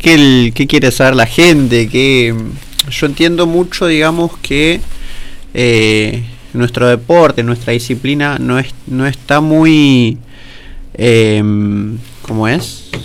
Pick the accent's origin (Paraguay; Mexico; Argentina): Argentina; soy un pibe nacido y criado en Altos del Oeste.